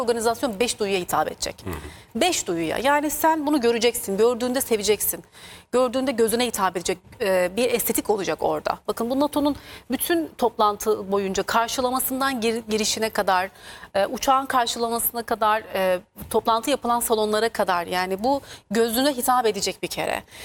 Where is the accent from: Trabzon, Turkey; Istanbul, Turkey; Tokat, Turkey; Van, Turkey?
Tokat, Turkey; Yani benim memleketim Tokat'ın sarmasından